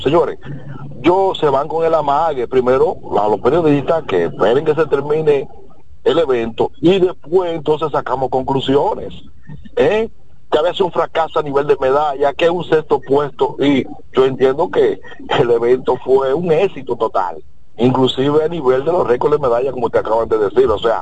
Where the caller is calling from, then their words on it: Dominican Republic; yo mismo como dominicano